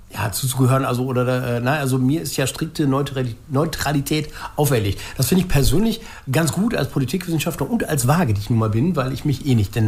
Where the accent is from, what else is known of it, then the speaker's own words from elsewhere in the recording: Germany; als Deutsche